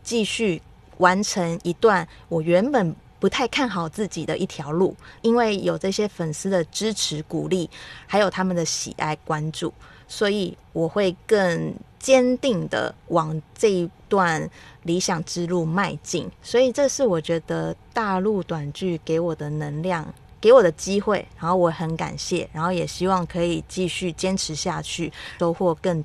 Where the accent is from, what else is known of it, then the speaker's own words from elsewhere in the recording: Taiwan; accent: Taiwanese; 对我的台湾腔非常的印象深刻。